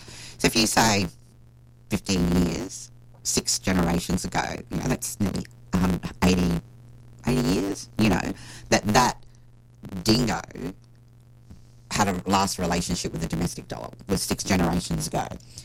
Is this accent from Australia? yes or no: yes; Tully, Queensland, Australia; born or raised there